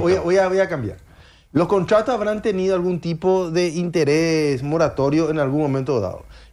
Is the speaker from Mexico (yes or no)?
no; Paraguay; Como paraguayo, nos gustaría que ustedes den buenos precios